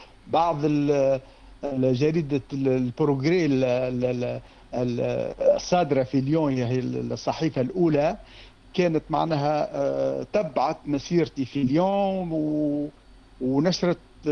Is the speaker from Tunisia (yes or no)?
yes; Tunisia; عندنا في تونس